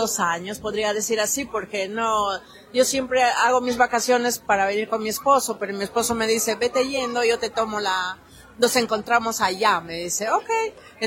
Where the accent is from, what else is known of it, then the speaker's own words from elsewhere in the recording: Lamas, San Martín, Peru; now in Tampa, United States; Sí, soy de Lamas, pero a la vez visitante.